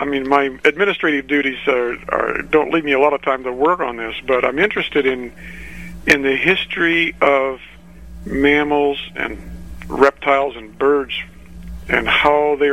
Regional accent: California, United States; So when you ask, where did you grow up? Well, mainly in California somewhere, uh-huh. but not necessarily in any one place.

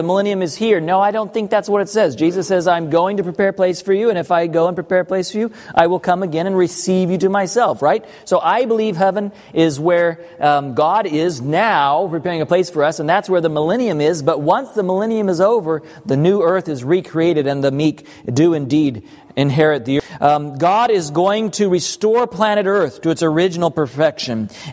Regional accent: Arkansas, United States; I told them that I'm from Arkansas. I grew up in Arkansas.

